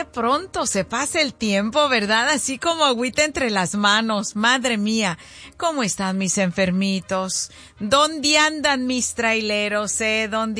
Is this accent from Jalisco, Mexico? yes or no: yes; Zacualco de Torres, Jalisco, Mexico; moved away; todos los de mi pueblo, de Zacualco de Torres, Jalisco, para todos los del barrio de la Cruz Verde